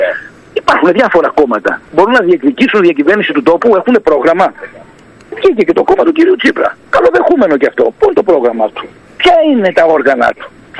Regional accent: Greece; ως Έλληνας Ευρωβουλευτής να εκπροσωπήσω την πατρίδα μου και τα Επτάνησα και την Κεφαλονιά και τη Ζάκυνθο και όλη την Ελλάδα

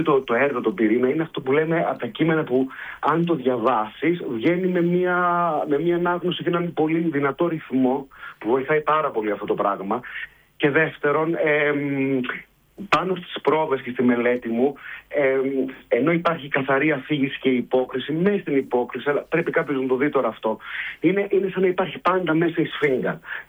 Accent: Thespies, Central Greece, Greece; εγώ είμαι από τις Θεσπιές στη Βόν και οπότε είμαι από εδώ

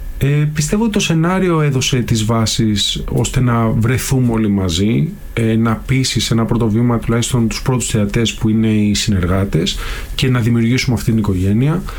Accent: Greece; ως Έλληνες

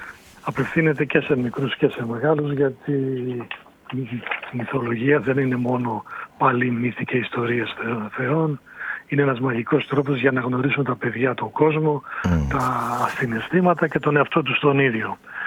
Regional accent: Argyro, Central Greece, Greece; moved away; Στο χωριό μου, στο Αργυρό, στην Εύβοια.

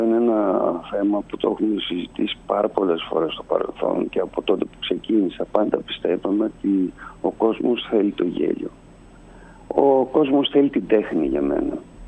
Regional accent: Greece; Εμείς ως Έλληνες

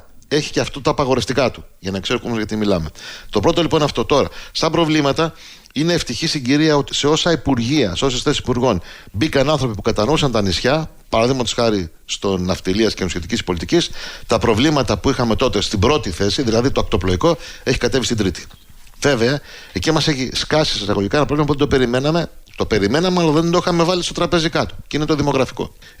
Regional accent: Hydra, Attica, Greece; Είμαι από την Ίδρα, είμαι ένα από τα 4, βάζω και την Κάσο μέσα γι' αυτό, 4 ηρωικότερα νησιά που διαθέτει η Ευρωπαϊκή Ένωση

